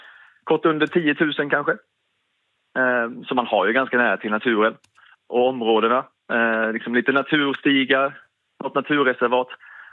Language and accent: Swedish; Småland, Sweden; now in Ljungsbro, Sweden; Jag kommer ju själv lite från Småland, Skånehållet. Men ja, vi hamnade i Ljungsbro här utanför